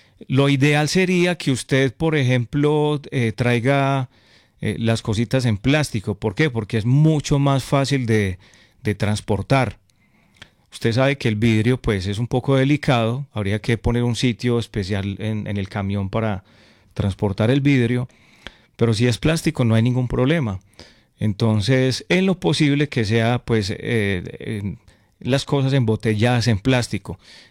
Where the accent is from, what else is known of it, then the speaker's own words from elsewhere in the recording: Concordia, Antioquia, Colombia; moved away; yo soy del pueblo, yo soy de Concordia.